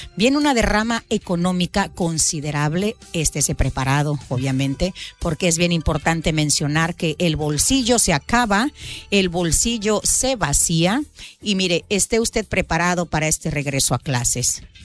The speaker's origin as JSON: {"language": "Spanish", "region": "Chiapas", "country": "Mexico", "said": "Estamos siendo afectados como costeños"}